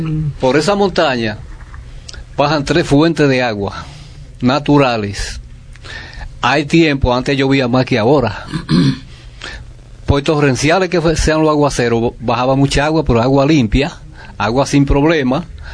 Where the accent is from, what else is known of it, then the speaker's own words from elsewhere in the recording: Carrera de Palma, La Vega, Dominican Republic; porque yo soy nativo, nacido y criado en esa comunidad, que hay cosas que coinciden mucho con lo que dice el padre. Nosotros vivimos Carrera de Palma, justamente frente a esa montaña.